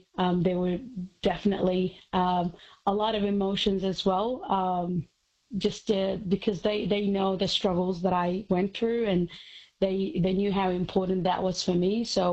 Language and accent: English; Syria; also born or lived in Kurdistan; now in Australia; I am originally from Syria. I lived there until 2013 when we had to leave due to the war. And I lived in Kurdistan for 4 years before moving to Australia in 2017.